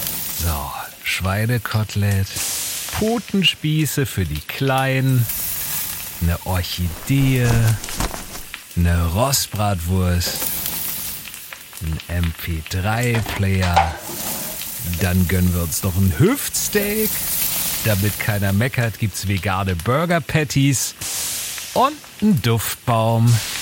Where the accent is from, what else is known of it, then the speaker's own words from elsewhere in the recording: Taucha, Saxony, Germany; Ah ja, Mensch, hier, meine Ecke, Nordsachsen. Ich komme ja aus Taucher.